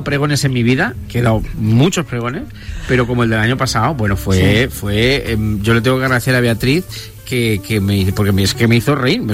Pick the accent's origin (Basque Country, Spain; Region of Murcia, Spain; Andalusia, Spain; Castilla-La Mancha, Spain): Castilla-La Mancha, Spain; Ciudad Real; born there; also born or lived in Toledo; yo soy nacido en Ciudad Real, que claro. Soy culipardo